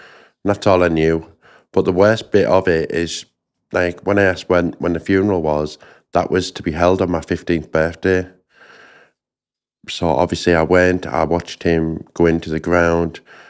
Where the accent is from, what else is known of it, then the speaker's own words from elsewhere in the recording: Hartlepool, North East England, United Kingdom; I was born and raised in Hartlepool. I was one of four siblings.